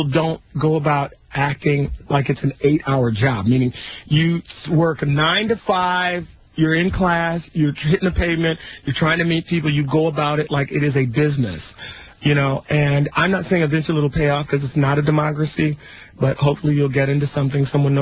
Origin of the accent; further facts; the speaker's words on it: Detroit, Michigan, United States; It's Michigan. I'm from Detroit.